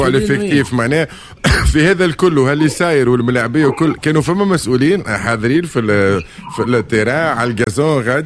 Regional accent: Tunisia; اليوم صبري اللموشي غادر السيناريو اللي عندنا في تونس

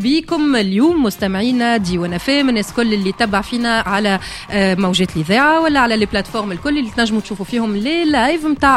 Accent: Tunisia

